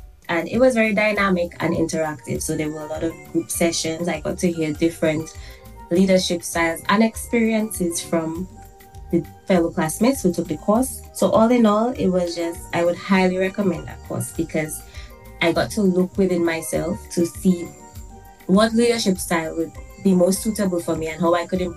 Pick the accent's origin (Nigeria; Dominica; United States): Dominica; I'm originally from Pebush Cultural Village, but I currently reside in Chekwamasak.